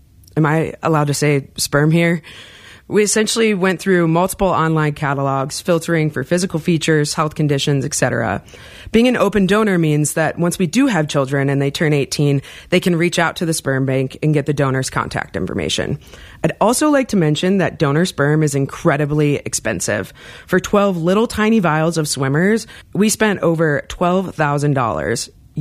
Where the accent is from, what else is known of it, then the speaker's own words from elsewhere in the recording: Flint, Michigan, United States; and I'm from Flint, Michigan.